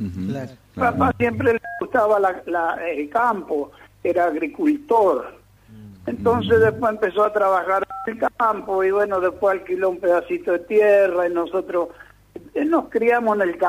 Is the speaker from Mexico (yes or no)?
no; Italy; now in Argentina; Y agradezco a Argentina, uh-huh. agradezco a Argentina que me cobijó cuando vine y por eso le enseñé a mis hijos a amar a dos patrias